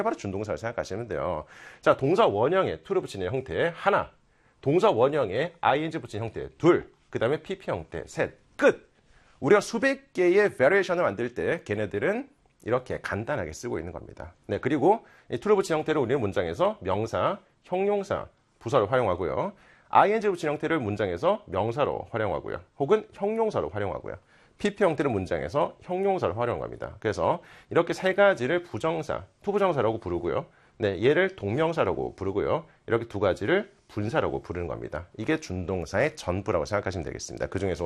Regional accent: South Korea; 우리는 한국인이기 때문에

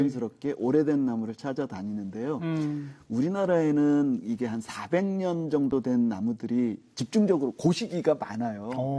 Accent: Incheon, South Korea; 저도 인천에서 태어나서 인천에서 쭉 자랐거든요.

